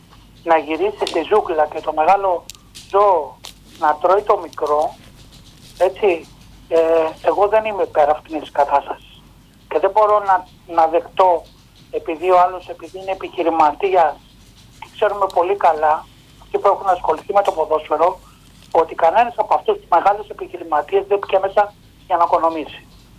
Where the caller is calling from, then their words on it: Aigaleo, Attica, Greece; από το Εγάλαιο.